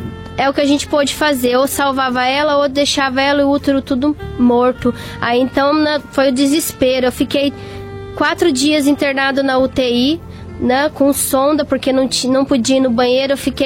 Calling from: Curitiba, Paraná, Brazil; sou da cidade de Curitiba.

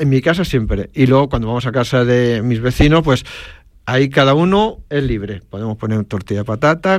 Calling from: Madrid, Community of Madrid, Spain

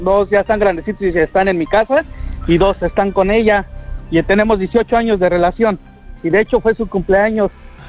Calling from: Puebla, Mexico; soy de la Sierra Norte de Puebla.

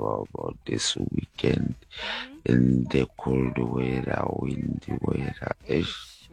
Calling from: Brakpan, Gauteng, South Africa; I am listening from Brakpan, Ekurhuleni.

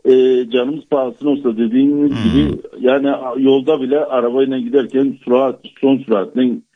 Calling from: Gaziantep, Turkey; Gastronomi şehri. Gaziantep'ten.

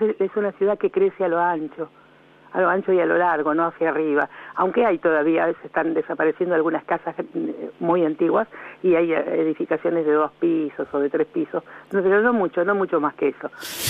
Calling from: Chascomús, Buenos Aires Province, Argentina; y soy de Chascomús

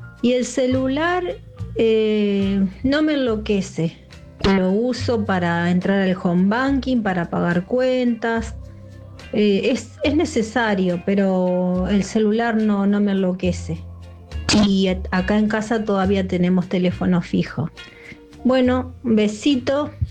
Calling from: Zárate, Buenos Aires Province, Argentina; Hola Luisa, hola equipo, hola audiencia, buenas noches. … de Zárate.

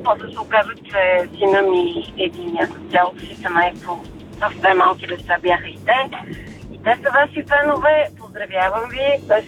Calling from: Sofia, Sofia City, Bulgaria; И съм от София.

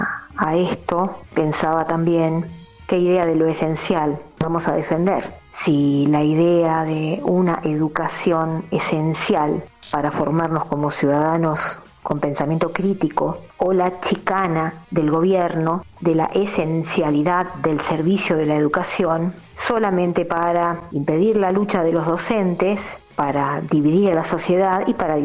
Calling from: La Plata, Buenos Aires Province, Argentina; de La Plata.

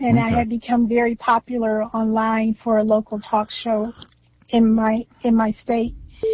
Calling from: Georgia, United States; I'm calling, unfortunately, from Georgia.

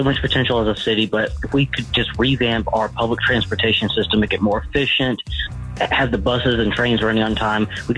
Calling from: East Point, Georgia, United States; I'm in East Point.

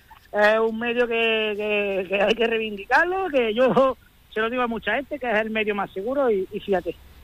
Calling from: Andalusia, Spain; Hablando de mi tierra, digo, pues tenía el mejor marisco, digo, pero el mejor vamos en los pedroches.

